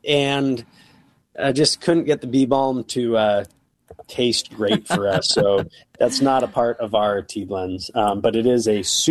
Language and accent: English; Bakersfield, California, United States; I'm originally from California. Bakersfield, the Central Valley of California, has some of the worst air pollution in the United States.